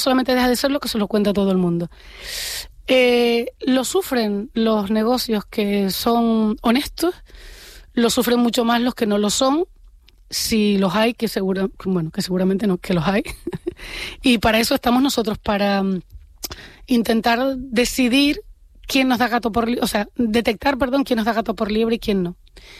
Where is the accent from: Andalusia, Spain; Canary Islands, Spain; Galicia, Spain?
Canary Islands, Spain; La Palma; born there; Y luego en La Palma me voy a mi restaurante favorito, que está en mi pueblo